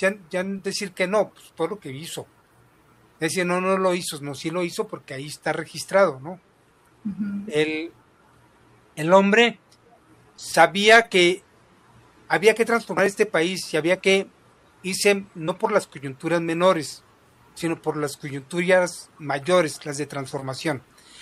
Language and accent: Spanish; Mexico; nuestra conciencia como mexicano